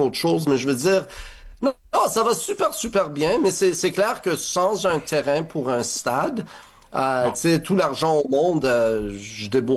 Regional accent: Montreal, Quebec, Canada

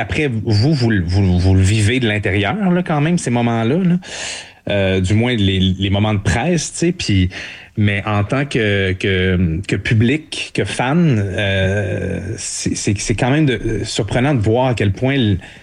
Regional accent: Montreal, Quebec, Canada; born there; Ben moi, je suis né à Montréal, fait que j'étais un peu brainwashed.

